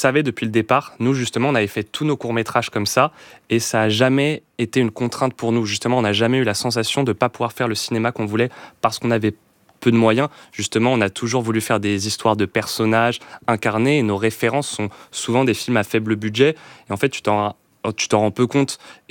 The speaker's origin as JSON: {"language": "French", "town": "Nantes", "region": "Pays de la Loire", "country": "France", "said": "Bah alors nous, on vient de Nantes et depuis toujours, on est très attaché à la Bretagne en fait. Nantes n'est pas en Bretagne, mais nos familles, on a nos grands-parents tous les deux en Bretagne, dans le nord et le sud."}